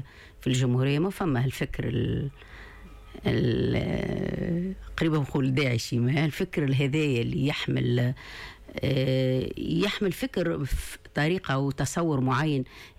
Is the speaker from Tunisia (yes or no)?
yes; Tunisia